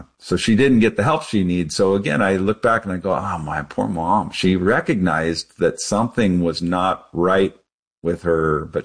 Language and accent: English; New Orleans, Louisiana, United States; born there; And so he moved us there and that's where I was born. I was born in New Orleans. And then we were only there for a year or two.